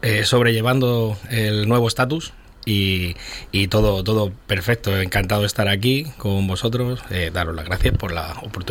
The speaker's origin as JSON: {"language": "Spanish", "region": "Community of Madrid", "country": "Spain", "tie": "born there", "also_born_or_lived": "London", "said": "tanto a mí, que soy madrileño de origen"}